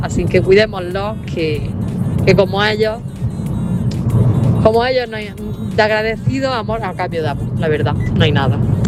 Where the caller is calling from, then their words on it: Carchuna, Andalusia, Spain; Le hablo desde Carchuna, Granada.